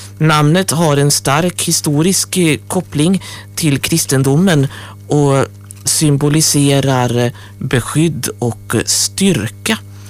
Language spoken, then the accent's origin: Swedish; Grästorp, Västra Götaland County, Sweden; born there; moved away; also born or lived in Vara; hemma i Grästorp där vi bodde på den tiden.